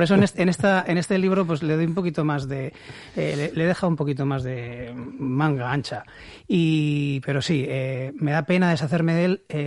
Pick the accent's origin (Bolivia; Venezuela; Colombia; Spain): Spain; Bilbao, Basque Country; Yo soy de Recalde, ¿sí? Y he ido a estudiar ahí a Sadrián, uh-huh, desde pequeño.